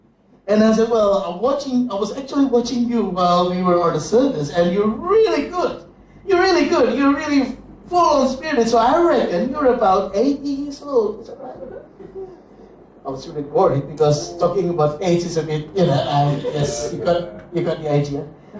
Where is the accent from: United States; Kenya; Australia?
Australia; Sydney, New South Wales; moved away; I was originally from Sydney. I did my study, theological studies in Sydney.